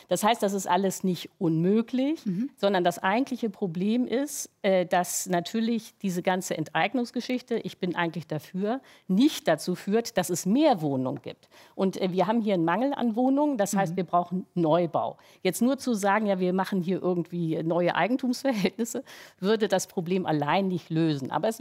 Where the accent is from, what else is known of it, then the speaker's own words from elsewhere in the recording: Hamburg, Germany; Ich komme aus Hamburg.